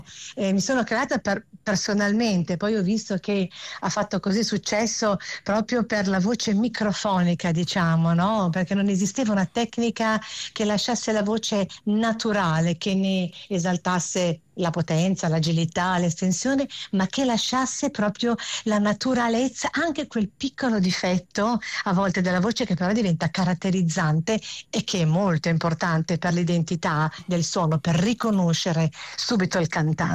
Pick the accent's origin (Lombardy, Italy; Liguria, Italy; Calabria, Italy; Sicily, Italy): Liguria, Italy; siamo liguri.